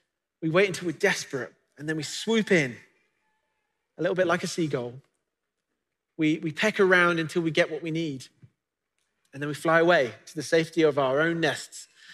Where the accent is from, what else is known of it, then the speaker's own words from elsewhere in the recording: England, United Kingdom; moved away; And being from the UK, I know this only too well. We used to go on vacations to the beach, which was an hour away from where I used to live.